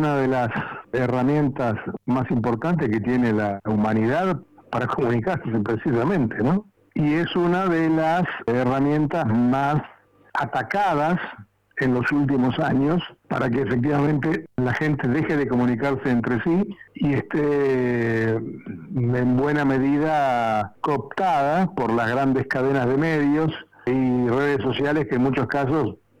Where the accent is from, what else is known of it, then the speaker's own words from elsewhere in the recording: Tres Lomas, Buenos Aires Province, Argentina; now in Buenos Aires, Argentina; Yo soy de un pueblo muy chiquito, se llama Tres Lomas, está en el sudoeste de la provincia de Buenos Aires.